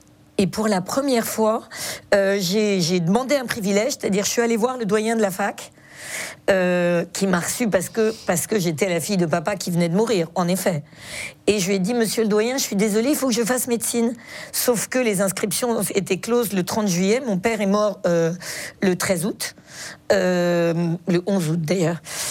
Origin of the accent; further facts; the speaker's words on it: Neuilly-sur-Seine, Île-de-France, France; born there; moi, je suis née à Neuilly-sur-Seine, je ne suis absolument pas bretonne.